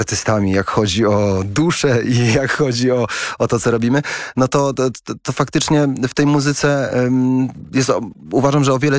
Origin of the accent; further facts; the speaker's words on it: Poznań, Greater Poland Voivodeship, Poland; moved away; also born or lived in England; ja pochodzę z Poznania